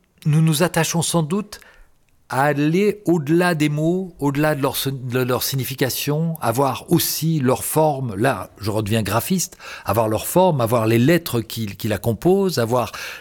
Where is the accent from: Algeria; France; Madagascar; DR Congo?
France; Je veux dire, en France, qu'est-ce qu'on en a à foutre de la francophonie ? Non, on est français, monsieur.